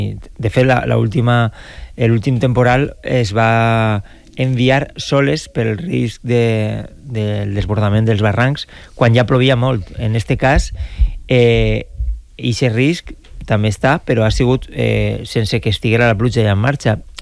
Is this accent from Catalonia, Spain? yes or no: no; Alcossebre, Valencian Community, Spain; jo soc d'Alcossebre, que és el Baix Maestrat, on està la zona més roja del mapa